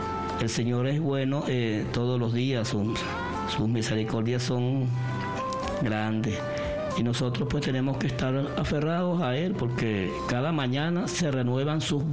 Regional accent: Venezuela

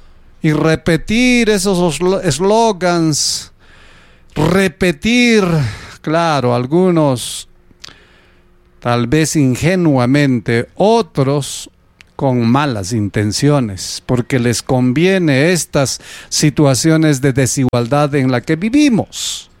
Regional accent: Peru

